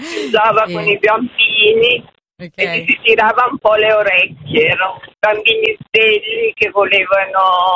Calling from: Como, Lombardy, Italy

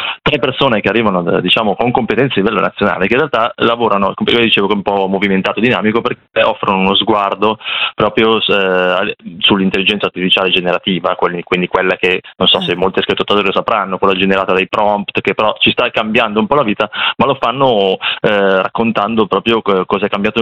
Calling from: Brianza, Lombardy, Italy; chiamo dalla Brianza, diciamo generica

